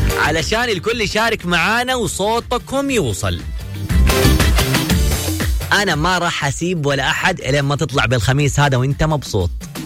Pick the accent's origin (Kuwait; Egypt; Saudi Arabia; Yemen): Yemen; أنا من اليمن وأتمنى إنه هذه البلدة تنتصر.